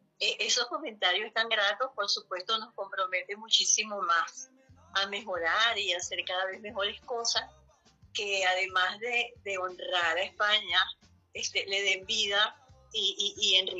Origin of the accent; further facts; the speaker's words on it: Barquisimeto, Lara, Venezuela; Mira, yo soy barquisimetana y cada vez estoy más orgullosa de mi gente